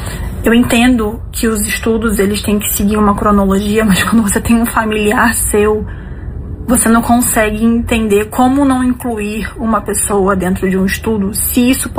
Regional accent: Brazil; A gente é brasileiro

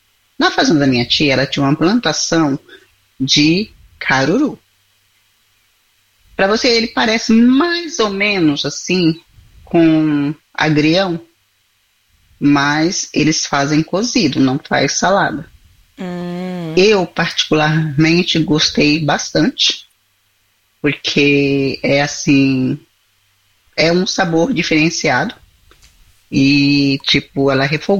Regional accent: São Paulo, Brazil; also born or lived in Bahia; Eu nasci na Bahia, fui pra São Paulo com 3 anos. Então, eu sempre falo que eu sou baiana de nascimento e paulista de criação.

